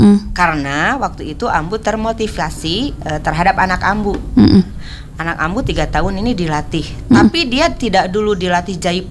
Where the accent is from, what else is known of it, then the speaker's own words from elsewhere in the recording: West Java, Indonesia; bahwa kita dilahirkan di tanah Jawa Barat.